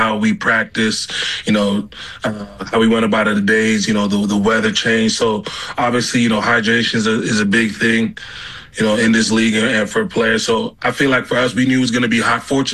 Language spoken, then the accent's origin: English; Ottawa, Ontario, Canada; moved away; I'm a Senators fan, but you know, that's my hometown, that's my city.